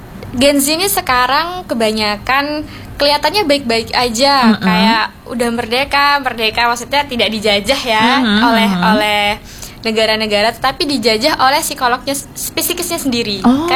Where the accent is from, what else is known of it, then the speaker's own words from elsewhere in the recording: Jember, East Java, Indonesia; Aku asal Jember … Aku mahasiswa yang menempuh di UINHAS Jember, prodi Bimbingan dan Konseling Islam.